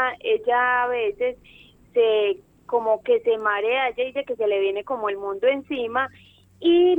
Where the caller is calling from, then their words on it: Medellín, Antioquia, Colombia; De acá, de San Antonio del Prado.